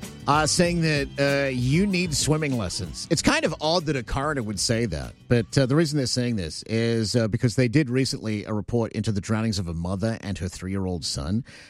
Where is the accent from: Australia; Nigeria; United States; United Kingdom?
Australia; now in Canada; So if you're born in Canada, grow up here, and I grew up in Australia, so I know that they try and get us in the pool as young as possible.